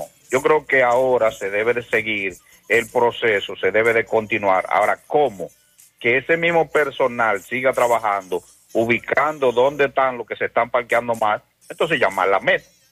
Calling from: Moca, Espaillat, Dominican Republic; mi pueblo mocano

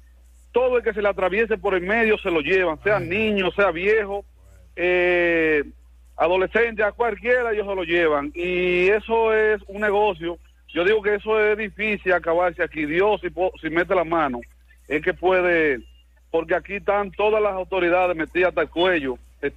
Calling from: Dominican Republic; Vivo en Los López.

